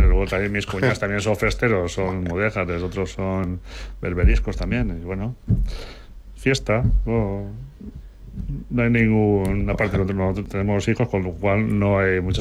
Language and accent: Spanish; Valencia, Valencian Community, Spain; moved away as an adult; now in Ontinyent, Spain; yo como me he criado sobre Valencia